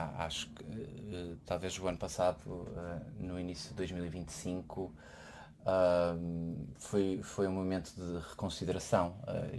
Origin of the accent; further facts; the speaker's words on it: Portugal; moved away; eu quando digo que sou de Portugal